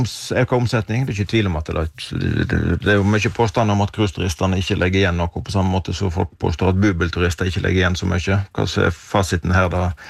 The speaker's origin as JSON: {"language": "Norwegian", "region": "Vestland", "country": "Norway"}